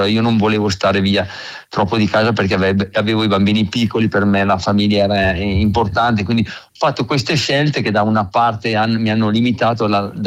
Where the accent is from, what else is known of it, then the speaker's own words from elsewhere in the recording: Trento, Trentino-Alto Adige, Italy; Ma a parte che Trento, il Trentino è la mia terra